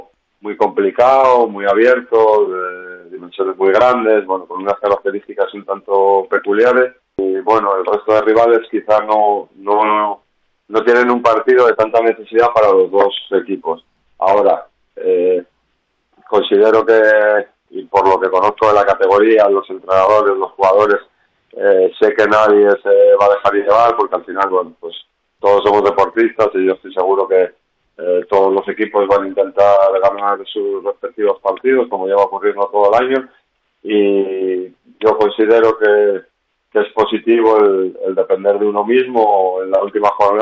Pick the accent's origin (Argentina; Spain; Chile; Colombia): Spain; Santander, Cantabria; Yo soy del Racing de Santander, porque bueno, soy de ahí.